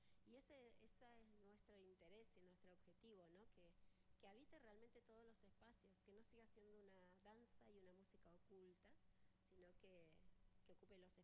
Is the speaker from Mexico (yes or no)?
no; Cutral Có, Neuquén, Argentina; Yo soy hijo de un criancero, me crié en Cutralcó, que por cuestiones de movimiento salieron en búsqueda de trabajo, se instaló YPF, mis padres, mis tíos, todos se instalaron allí por búsqueda de trabajo